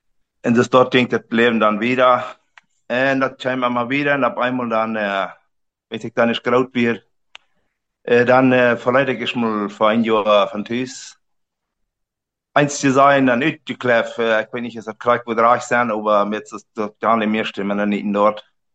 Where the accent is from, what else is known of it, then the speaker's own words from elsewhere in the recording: Riva Palacio, Santa Cruz, Bolivia; also born or lived in Mexico; Und wir sind, ich bin in Mexiko geboren und dann sind wir in Bolivien gekommen, 70.